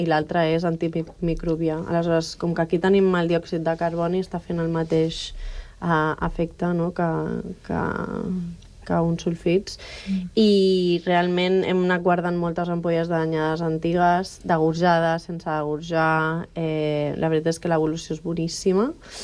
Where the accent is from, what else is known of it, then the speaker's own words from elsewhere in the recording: Alella, Catalonia, Spain; l'ella, que és d'on soc jo